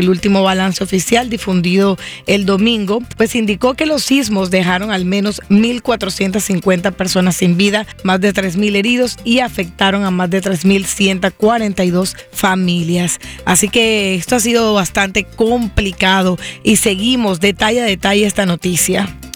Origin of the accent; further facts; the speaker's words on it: Colombia; Voy a ponerle los aplausos a mi tierra, Colombia.